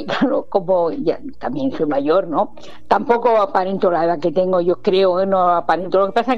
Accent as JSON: {"language": "Spanish", "town": "Santa Coloma de Gramenet", "region": "Catalonia", "country": "Spain", "tie": "born there", "also_born_or_lived": "Badalona", "moved": "as an adult", "lives_now": "Granada, Spain", "said": "en Santa Coloma nací allí, ¿no? Pero luego me fui, cuando me casé, a Badalona a vivir."}